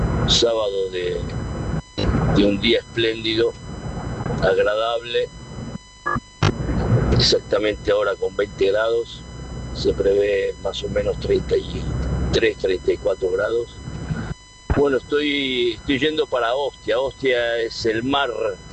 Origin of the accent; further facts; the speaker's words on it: Argentina; now in Rignano Flaminio, Italy; Soy argentino pura sangre, pero vivo en Italia da mucho tiempo.